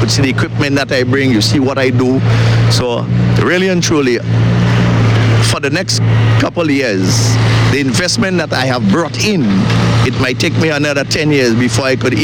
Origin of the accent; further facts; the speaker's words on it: St. Lucia; now in Grenada; I'm from St. Lucia, but as far as I'm concerned, I'm a Caribbean man.